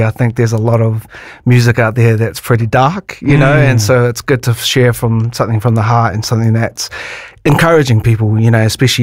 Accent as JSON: {"language": "English", "town": "Levin", "region": "Manawatū-Whanganui", "country": "New Zealand", "tie": "born or raised there", "moved": "yes", "lives_now": "Auckland, New Zealand", "said": "I'm a singer-songwriter here from Auckland. But I grew up in Levin, Little Levin, near Palmy."}